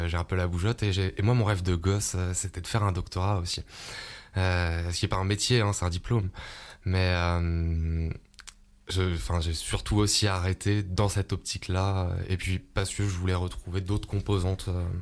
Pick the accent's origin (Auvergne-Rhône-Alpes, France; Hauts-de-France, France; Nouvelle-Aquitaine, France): Auvergne-Rhône-Alpes, France; Aubenas; Moi, je suis né ici. Hein. Je suis un pur produit albenacien. Je suis né à l'hôpital, à la clinique d'Aubenas.